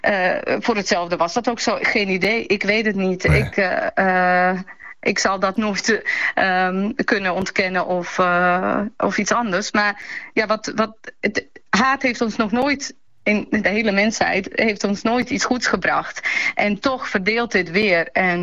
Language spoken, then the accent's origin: Dutch; Bosnia & Herzegovina; Weet je, ik kom echt uit Bosnië, waar die oorlogsmisdaden plaats hebben gevonden. Zelf van Servisch-Kroatische roots.